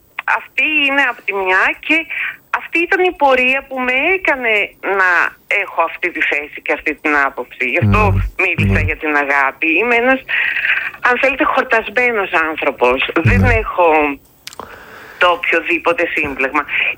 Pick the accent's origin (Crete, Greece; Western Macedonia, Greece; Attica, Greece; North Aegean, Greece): North Aegean, Greece; Samos; Εγώ γεννήθηκα και μεγάλωσα στη Σάμο. Στη Μονεμβασιά πήγα για πρώτη φορά όταν ήμουν 20 χρονών.